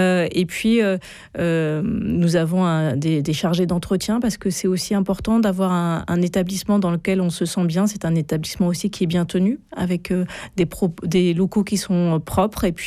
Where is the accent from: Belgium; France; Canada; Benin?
France; Brest, Brittany; now in Paris, France; Donc moi je suis originaire de Brest. Par hasard, mon mari a été muté à Nantes et donc j'ai eu une suppléance à Talensac en 99 d'une année. Et puis mon mari a été muté à Paris.